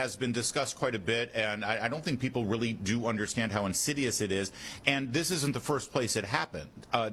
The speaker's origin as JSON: {"language": "English", "region": "Michigan", "country": "United States", "said": "And of course, I'm originally from Michigan, so I hold this near and dear to my heart."}